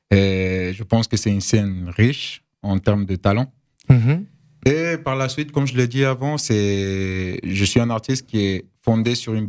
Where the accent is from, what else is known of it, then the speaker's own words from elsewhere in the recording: Equatorial Guinea; also born or lived in Spain / Cameroon; now in France; Et originaire de la Guinée équatoriale, le seul pays de l'Afrique qui a comme langue première l'espagnol, et entouré par des pays francophones.